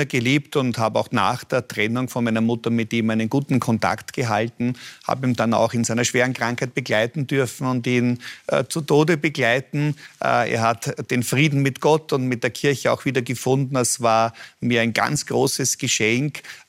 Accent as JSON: {"language": "German", "region": "Vienna", "country": "Austria", "tie": "born or raised there", "said": "Im Blick auf den Gemeindebau da hinten, dort bin ich aufgewachsen. Dort haben wir auch noch Schlangen suchen können, Pfeil und Bogen spielen und einiges von dem am Stadtrand von Wien erleben zu können, das mich echt als liebenden Wiener auszeichnet"}